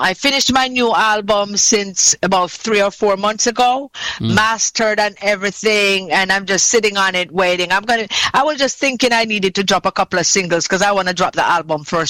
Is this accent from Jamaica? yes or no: yes; Clarendon, Jamaica; I'm from Clarendon, okay?